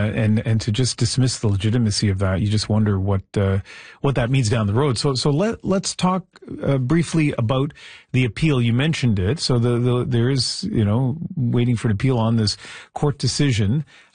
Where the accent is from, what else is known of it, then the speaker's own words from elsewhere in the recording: Canada; to have this removed like a rug from under me would be violating my rights as a Canadian citizen.